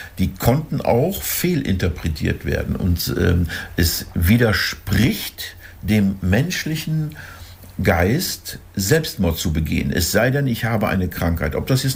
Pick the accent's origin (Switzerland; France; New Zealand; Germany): Germany; Northern Germany; wir sind Norddeutsche